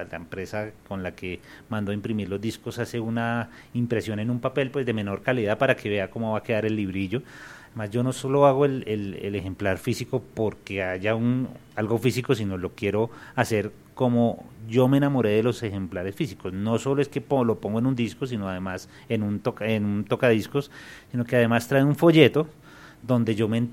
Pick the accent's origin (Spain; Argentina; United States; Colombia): Colombia; a mi país, soy colombiano, hago bambucos